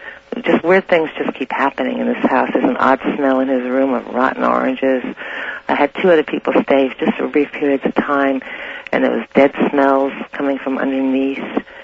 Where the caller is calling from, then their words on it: Santa Rosa, California, United States; I'm calling from Santa Rosa.